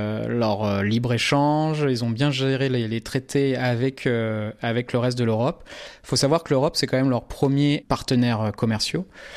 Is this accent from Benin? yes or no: no; France; Eh ben nous, on est Français, donc on est gentil mais un peu feignant.